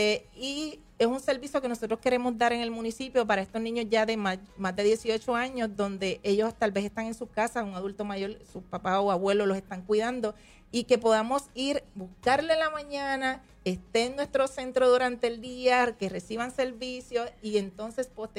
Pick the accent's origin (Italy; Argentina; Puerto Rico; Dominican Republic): Puerto Rico; Luquillo; El hecho de yo estar con mi gente, en mi pueblo, mis padres, mi familia, quien me ha visto crecer